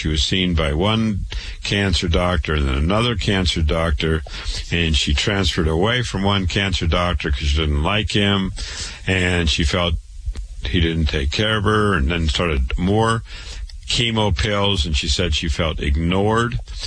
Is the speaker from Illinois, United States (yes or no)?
no; Waterloo, Iowa, United States; I was born and raised in Waterloo, Iowa.